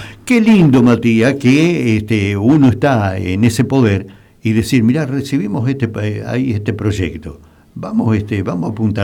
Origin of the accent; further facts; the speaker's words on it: Lobos, Buenos Aires Province, Argentina; también somos de Lobos